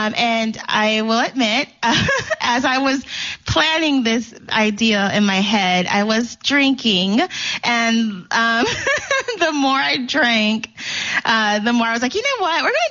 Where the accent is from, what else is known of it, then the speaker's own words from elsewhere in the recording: Georgia, United States; So I'm originally from Georgia